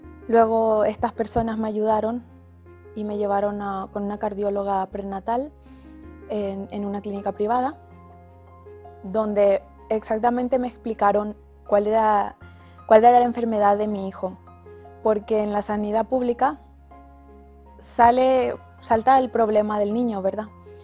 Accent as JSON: {"language": "Spanish", "country": "Paraguay", "said": "tengo 23 años, soy de Paraguay y mami de Bastián."}